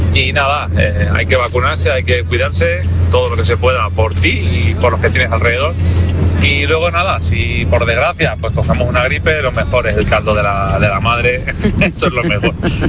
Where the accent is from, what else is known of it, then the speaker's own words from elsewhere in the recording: Ciudad Real, Castilla-La Mancha, Spain; Yo estoy con mi hijo también yendo mucho a La Paz, soy de Ciudad Real, aunque estamos allí derivados por otro problemilla.